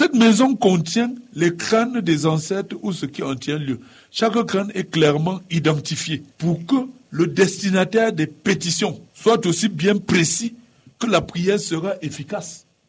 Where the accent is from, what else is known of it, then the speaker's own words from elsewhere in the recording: Tonga, West, Cameroon; Je me rappelle chez nous dans le Ndé, chez moi à Tonga.